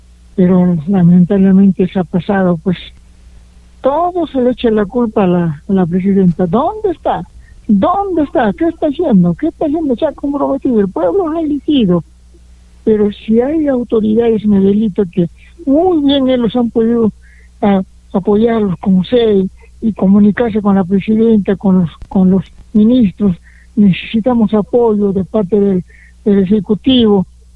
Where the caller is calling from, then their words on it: Peru; Así somos los peruanos.